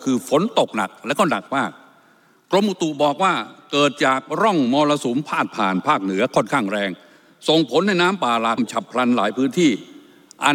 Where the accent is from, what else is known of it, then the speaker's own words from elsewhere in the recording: Rayong, Thailand; ผมเป็นคนจังหวัดระยอง